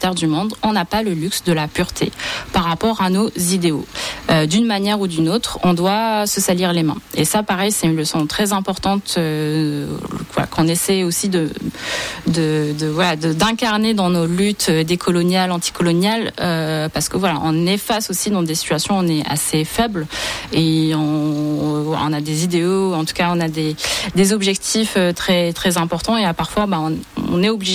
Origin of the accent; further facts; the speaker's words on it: Algeria; en tant qu'Algérien, on a vraiment grandi avec la lutte du palestinien la lutte du peuple palestinien. On la pense comme une continuité de la révolution algérienne.